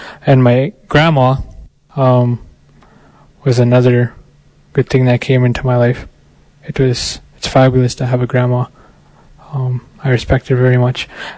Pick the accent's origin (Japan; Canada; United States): Canada; Montreal Lake, Saskatchewan; born there; also born or lived in Prince Albert, Canada / Regina, Canada; I come from a reserve called Montreal Lake Cree Nation, and where it is in Saskatchewan. Prince Albert, which is right in the middle of the place, borderline of where prairies meet the bush, a thick bush, and an hour into the bush north is where Montreal Lake